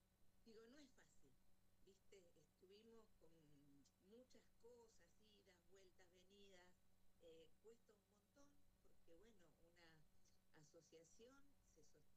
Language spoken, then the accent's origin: Spanish; Neuquén, Argentina; somos de Neuquén, pero somos de Argentina